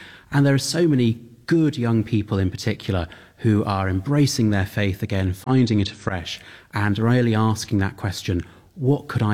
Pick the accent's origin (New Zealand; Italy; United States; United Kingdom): United Kingdom; Wales; accent: Welsh; also born or lived in Toronto / Birmingham / Harare; now in London, United Kingdom; As you said, I'm a Welshman, although my accent only comes out when Wales are doing really well at rugby.